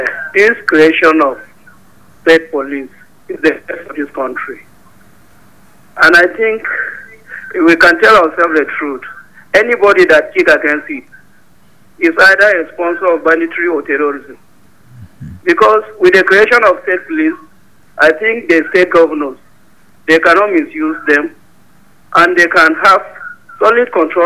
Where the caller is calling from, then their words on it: Jos, Plateau, Nigeria; calling from Lamingo Road.